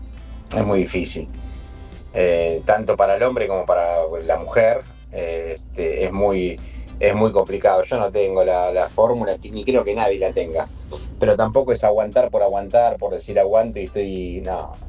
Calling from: Buenos Aires, Argentina; de Flores.

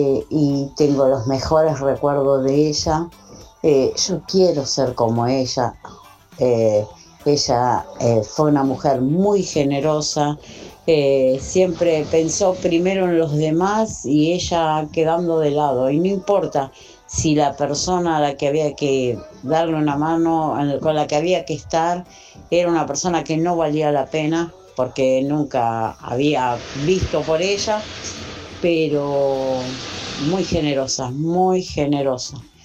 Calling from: Ciudad Evita, Buenos Aires Province, Argentina; Hola, Radio Latina. … de Ciudad de Vita.

